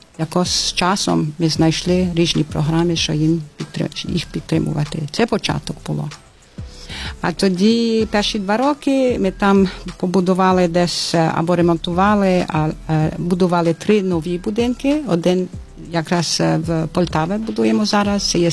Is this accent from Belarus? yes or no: no; Geneva, Switzerland; Ukrainian is a second language; now in Ivano-Frankivsk, Ukraine; Це я з Женева, Швейцарія. Це так само невелике, дуже знане, але невелике місто.